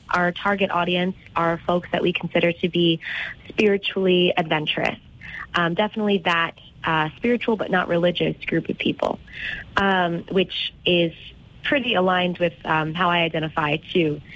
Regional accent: Cleveland, Ohio, United States; moved away as an adult; also born or lived in Chicago; now in Boston, United States; Well, I'm a Midwestern girl. Originally, I grew up in Cleveland, Ohio, and then I spent about 6 years over in Chicago for university, and then I just moved to Boston in June, so I'm quite new to New England.

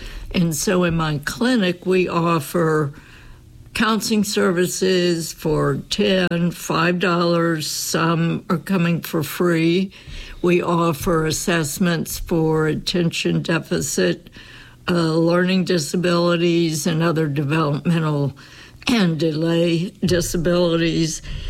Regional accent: Bluefield, West Virginia, United States; moved away as an adult; also born or lived in Atlanta, Georgia; now in Athens, United States; I grew up in Blueville, West Virginia, went to Blueville High School, went on to West Virginia University, and certainly am a loyal Mountaineer of the WVU teams.

